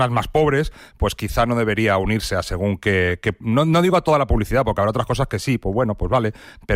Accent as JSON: {"language": "Spanish", "town": "Madrid", "region": "Community of Madrid", "country": "Spain", "said": "por ejemplo, como madrileño, el cartel de Sueps y el del tío Pepe del centro ya están consideradas"}